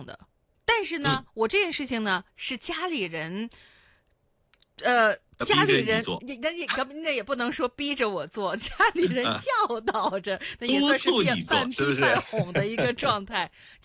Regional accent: Hong Kong; 像以前也是因为我在香港长大，所以呢有很长的一段时间呢，就是暑假的一段时间

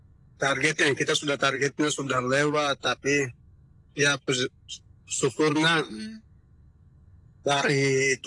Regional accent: Papua, Indonesia; kita orang Papua jangan ke pasar jadi pembeli.

